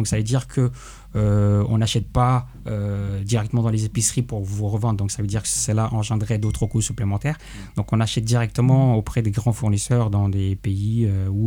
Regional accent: Rennes, Brittany, France; Effectivement … donc je suis rennais. Donc j'ai fait mes études ici.

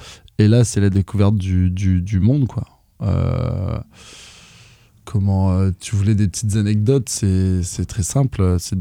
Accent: Gestel, Brittany, France; also born or lived in Lorient; moi, je suis né à Lorient, mais un an plus tard, après ma naissance, j'ai déménagé à Gestel, qui est à 12 minutes du centre-ville de Lorient. C'est juste à la sortie.

